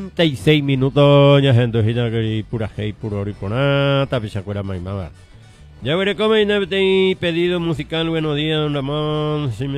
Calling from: Ibarracué, Paraguay; yo soy de Ibarracué

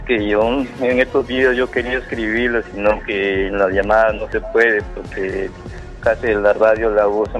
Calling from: Pueblo Libre, Peru; yo soy de acá, de Pueblo Libre

